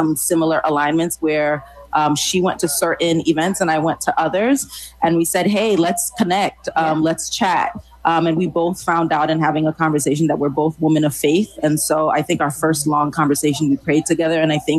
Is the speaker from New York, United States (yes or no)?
yes; New York, United States; now in College Park, United States; I'm originally from, so my parents are from Haiti. I'm born and raised in New York State. Shout out to the Knicks. And I am now located in College Park, Maryland.